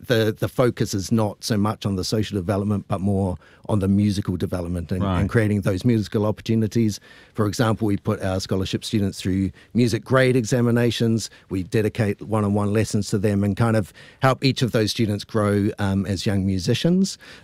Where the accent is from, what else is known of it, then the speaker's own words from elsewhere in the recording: Palmerston North, Manawatū-Whanganui, New Zealand; moved away as an adult; also born or lived in Liverpool; now in Auckland, New Zealand; a young cellist growing up in Palmerston North.